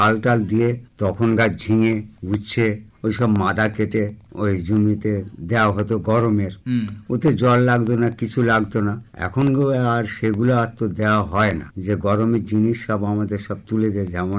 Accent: Pranballavpur, West Bengal, India; আমি আসছি মোগরাহাট 1 নম্বর ব্লক থেকে, উস্তি থানা অন্তর্গত। আমার বাড়ি প্রাণবল্লভপুর, পোস্ট প্রাণবল্লভপুর।

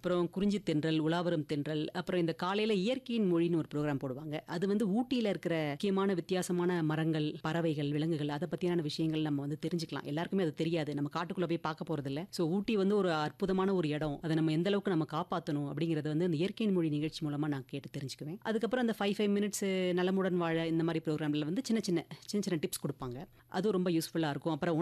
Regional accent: Chennai, Tamil Nadu, India; நான் வந்து பிறந்து வளர்ந்ததெல்லாம் சென்னையில்.

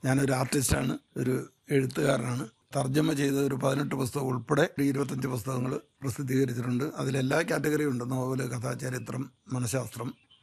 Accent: Pala, Kerala, India; moved away as an adult; now in Ernakulam, India; ഞങ്ങൾ നല്ല കൃഷി കുടുംബത്തിൽ നിന്നാണ്. പഠിക്കാനും ജോലിക്കും ഒക്കെ ആയിട്ട് ഇന്ത്യ മുഴുവനും കറങ്ങി. വർഷങ്ങളായിട്ട് പാലാ വിട്ടെങ്കിലും നമ്മുടെ ആ പാരമ്പര്യം കുറച്ച് ഉള്ളിൽ കിടക്കുമല്ലോ. അങ്ങനെ എറണാകുളത്ത് താമസമായിട്ട് ഇപ്പം 35 വർഷത്തോളമായി.

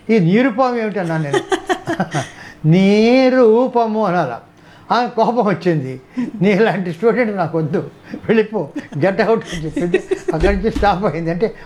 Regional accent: Gudur, Andhra Pradesh, India; తర్వాత అలాగలాగ వచ్చి చివరకు గూడూరులో అక్కడ మా ఫాదరు ఎక్కువ కాలం సెటిల్ అయ్యారు, ఒక 15 సంవత్సరాల. అప్పుడు నేను చిన్నప్పుడు వచ్చి అక్కడి నుంచి స్కూల్లో చేరి

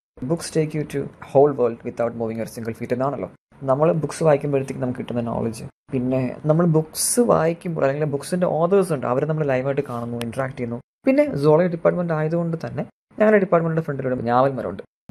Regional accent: Neyyattinkara, Kerala, India; ഞാൻ ട്രിവാൻഡ്രം നെയ്യാറ്റിൻകരയിൽ നിന്ന് വരുന്നു.

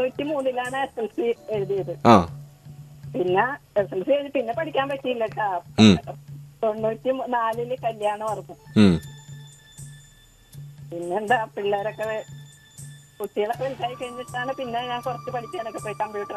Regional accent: Kerala, India; ജനിച്ചു വളർന്ന് അത്രയും കാലമായിട്ട് പോലും ഞങ്ങളുടെ അകത്ത് വെള്ളം കയറിയിട്ടില്ല. മുറ്റത്ത് തന്നെ പെരിയാറാ നമ്മുടെ പെരിയാർ പുഴ.

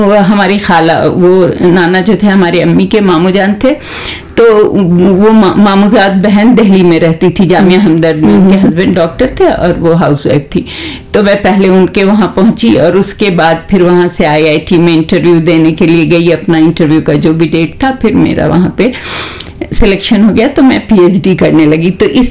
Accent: Bihar, India; तो भाई मैं बिहार की रहने वाली हूँ और वहीं से मैंने ग्रेजुएशन वगैरह किया।

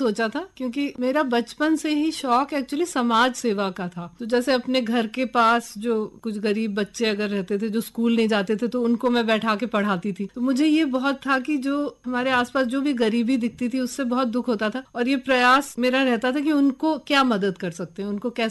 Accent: Madhya Pradesh, India

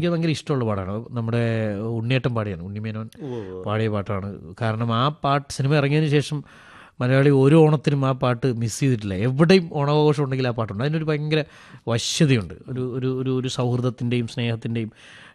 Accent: Kerala, India; പല പല വീടുകൾ, പല നാടുകളിൽ നിന്ന്, കേരളത്തിൻ്റെ വിവിധ സ്ഥലങ്ങളിൽ നിന്ന് വന്നു, പല ജാതി ആളുകൾ, പല മതങ്ങൾ

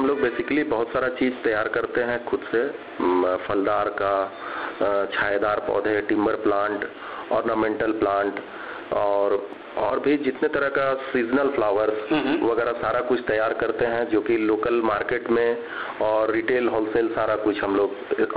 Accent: Bokaro, Jharkhand, India; now in Ranchi, India; हम तो बेसिकली बोकारो के रहने वाले हैं और अभी प्रॉपर रांची में ही रह रहे हैं।

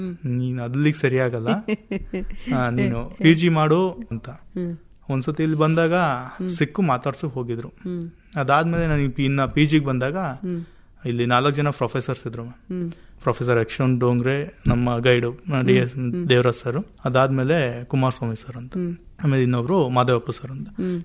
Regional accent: Thattegere, Karnataka, India; also born or lived in Belur / Mysore; ಪ್ರಾಥಮಿಕ ಶಿಕ್ಷಣ ಊರಲ್ಲೇ ಆಗಿದೆ ಮ್ಯಾಮ್, ತಟ್ಟೆಗೆರೆ.

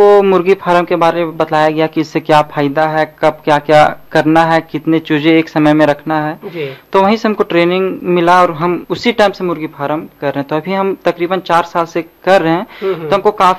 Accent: Jharkhand, India; और हम इचाक प्रखंड का मने गाँव का रहने वाले हैं

